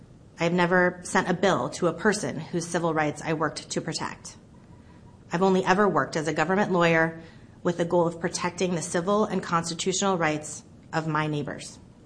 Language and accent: English; Spokane, Washington, United States; now in Western Washington, United States; I grew up in Spokane. My father was a teacher, and my mom was a nurse and patient advocate. They taught me to work hard, to give back, and to help others. And now I live in rural Western Washington